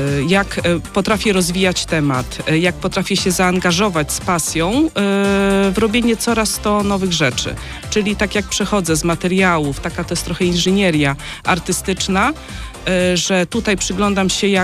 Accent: Siedlce, Masovian Voivodeship, Poland; moved away as an adult; now in Sochaczew, Poland; ja kiedyś, to już było 30 ileś lat temu, mieszkałam w Siedlcach, to jest moje rodzinne miasto.

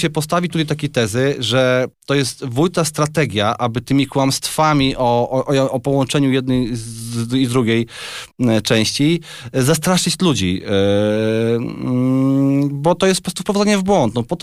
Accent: Masovian Voivodeship, Poland; gminy Sochaczew, skąd pochodzimy

